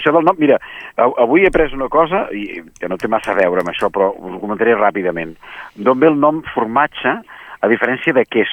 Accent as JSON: {"language": "Catalan", "region": "Catalonia", "country": "Spain", "said": "nosaltres som de la Catalunya Vella, que en diem"}